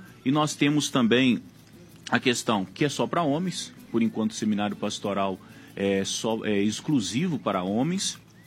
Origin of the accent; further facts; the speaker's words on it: Lajinha, Minas Gerais, Brazil; É a minha terra natal. E não só também o povo mineiro, é todas as regiões do Brasil, mas eu tenho esse carinho especial por Minas Gerais, a região onde eu nasci.